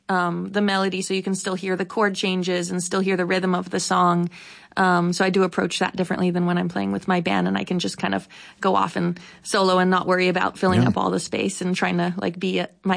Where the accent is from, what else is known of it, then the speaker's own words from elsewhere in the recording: Silicon Valley, California, United States; I grew up in Silicon Valley and it wasn't typical to be like so into bluegrass music.